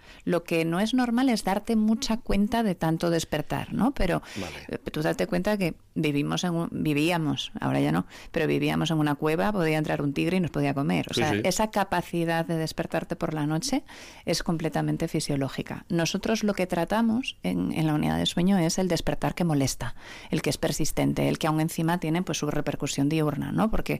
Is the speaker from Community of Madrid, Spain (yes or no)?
no; Galicia, Spain; Mira que yo soy gallega y los gallegos somos un poco tremendistas